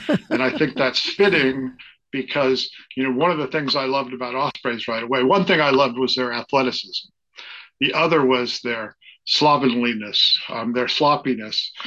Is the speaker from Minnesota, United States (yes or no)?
no; Worcester, Massachusetts, United States; also born or lived in Boulder, Colorado; moved back to my real hometown of Worcester and found out I had testicular cancer when I was 30.